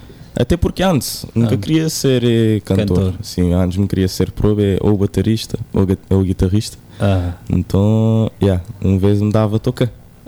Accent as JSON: {"language": "Portuguese", "region": "Sal", "country": "Cape Verde", "tie": "born or raised there", "said": "Nunca nasci ali, nasci na São Sendo, mas criei toda a minha vida ali na sala. Então, estou a considerar a mim mesmo um salgadinho."}